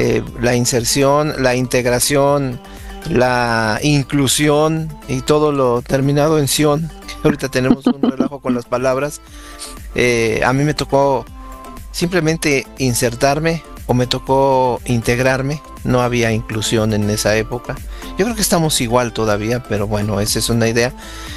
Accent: Córdoba, Veracruz, Mexico; born there; Nací en Córdoba, en la ciudad de Córdoba, Veracruz, hace 55 años ya.

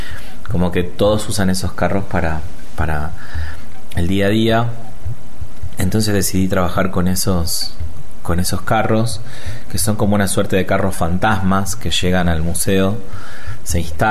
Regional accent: Rosario, Santa Fe, Argentina; cierta tradición que como rosarino me llega mucho

